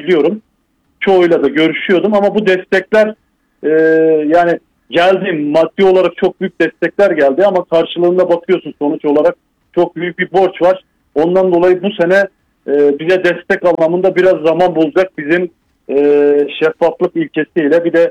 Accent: Van, Turkey; burası benim memleketim olduğu için abi ben susamam.

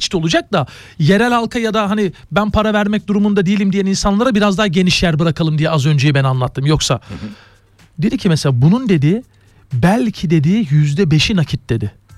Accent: Istanbul, Turkey; Yok dedim ben İstanbulluyum dedim tamam mı?

